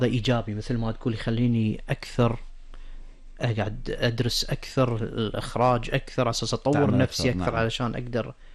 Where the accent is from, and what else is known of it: Kuwait